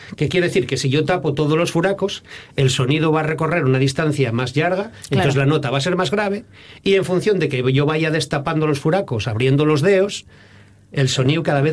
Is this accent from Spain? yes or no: yes; Gijón, Asturias, Spain; sobre todo para los que somos del Natahoyo, de la Calzada, que siempre andamos con navalla en bolso.